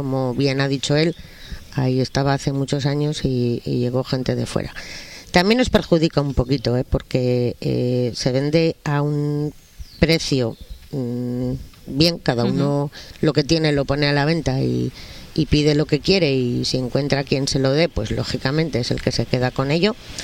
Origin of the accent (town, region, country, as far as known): Terán, Cantabria, Spain; born or raised there